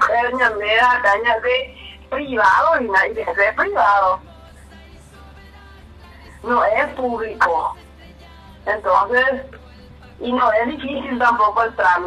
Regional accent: Paraguay; Que las autoridades de nuestro país se enferman y van al lado brasileño.

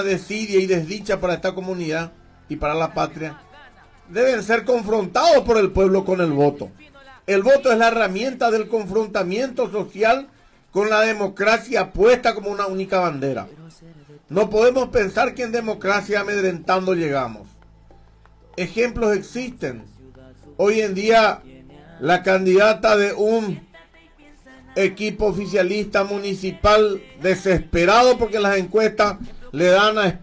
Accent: Carapeguá, Paraguarí, Paraguay; le demuestro a mi pueblo

